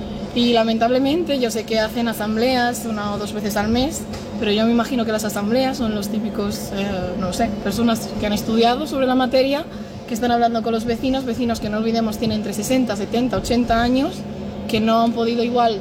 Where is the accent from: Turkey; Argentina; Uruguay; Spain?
Spain; moved away as an adult; Yo me he criado aquí